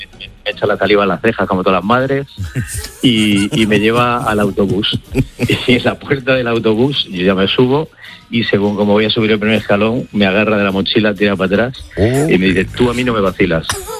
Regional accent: Leganés, Community of Madrid, Spain; Mi caso es fácil. Soy de Leganés, de la zona sur, familia muy humilde, mi padre era albañil.

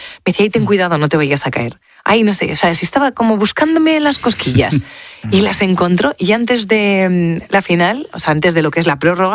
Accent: Spain; yo soy española, no sé qué te pasa con nosotros

